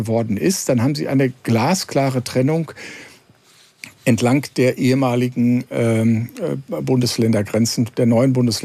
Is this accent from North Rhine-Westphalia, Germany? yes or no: yes; North Rhine-Westphalia, Germany; Ich meine, ich komme aus Nordrhein-Westfalen.